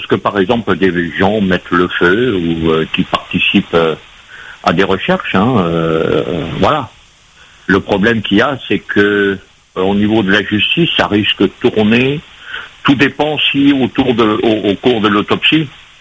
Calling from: Paris, Île-de-France, France; je vous appelle de Paris.

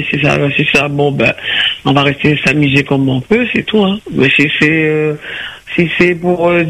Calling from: Nanterre, Île-de-France, France; je suis à Nanterre.

